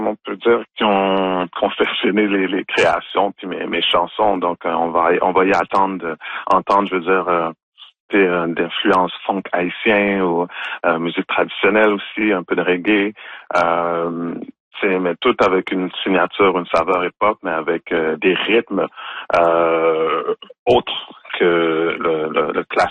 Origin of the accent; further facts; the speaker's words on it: Montreal, Quebec, Canada; born there; also born or lived in Haiti; moi, quand je suis né à Montréal, par exemple, d'Haïti, puis j'ai appris le créole au Québec. Donc, créole haïtien, je l'ai appris au Québec. Donc, j'ai pas appris en Haïti.